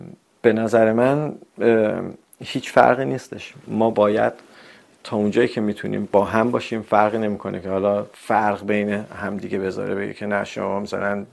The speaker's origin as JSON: {"language": "Persian", "country": "Iran", "said": "ما همه ایرانی هستیم."}